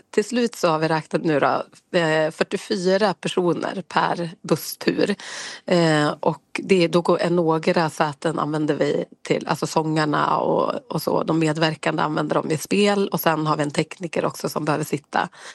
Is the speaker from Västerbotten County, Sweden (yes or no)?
yes; Umeå, Västerbotten County, Sweden; jag har själv inte bott i Sorsele, jag är från Umeå